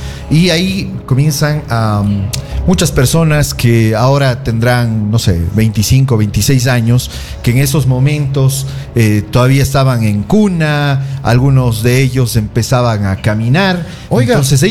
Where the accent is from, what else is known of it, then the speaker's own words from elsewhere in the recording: Ecuador; para nosotros como ecuatorianos